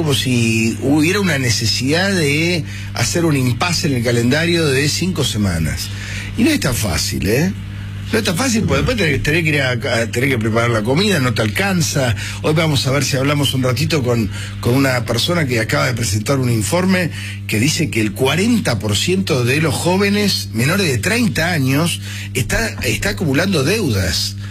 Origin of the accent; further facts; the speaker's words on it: Uruguay; Y yo soy uruguayo.